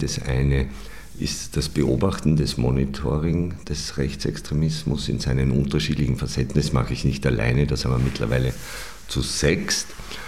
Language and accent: German; Perg, Upper Austria, Austria; moved away as an adult; now in Vienna, Austria; gebürtig in Oberösterreich, im Perg aufgewachsen. Nicht, wie man ja weiß, unweit von Mauthausen